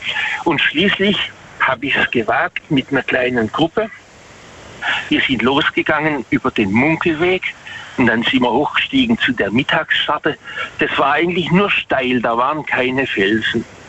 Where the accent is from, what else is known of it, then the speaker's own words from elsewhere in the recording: Waghäusel, Baden-Württemberg, Germany; Also ich komme aus Waghäusel.